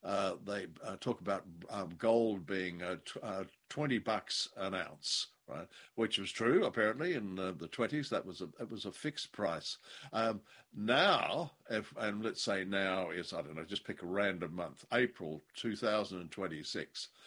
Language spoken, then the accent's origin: English; Western Australia, Australia; mosey on over to Kalgoorlie, where the gold fields are in my home state, Western Australia.